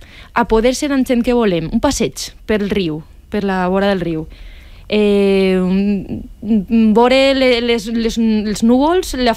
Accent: Vilamarxant, Valencian Community, Spain; jo soc de Vilamarxant

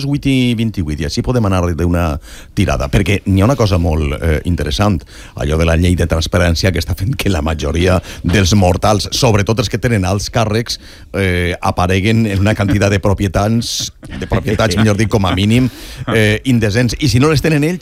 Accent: Alcoy, Valencian Community, Spain; Jo sóc d'Alcoi, com sóc mig catalino, sí, per ser d'Alcoi

